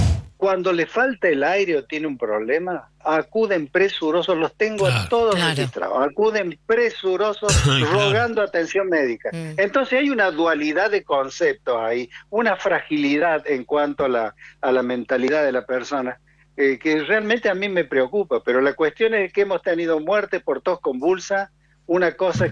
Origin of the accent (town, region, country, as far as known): Argentina